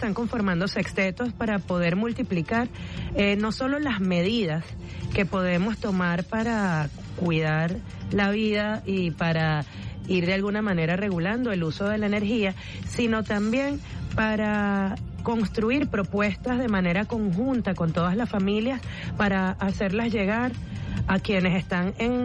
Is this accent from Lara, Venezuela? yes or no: no; Los Teques, Miranda, Venezuela; yo soy allá de Los Teques